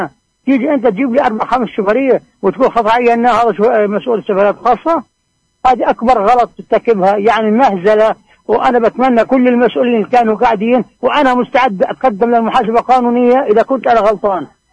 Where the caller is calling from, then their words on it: Bethlehem, West Bank, Palestine; عندنا في بيت لحم